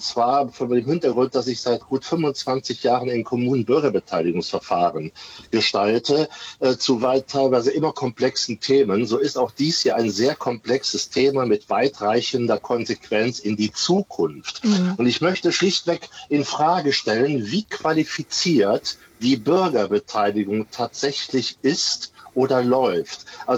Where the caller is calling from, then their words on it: Ahr Valley, Rhineland-Palatinate, Germany; ich komme aus dem Ahrtal